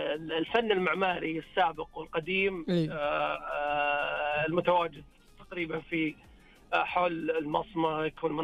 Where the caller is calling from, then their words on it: Riyadh, Riyadh Province, Saudi Arabia; وأنا ساكن بالرياض.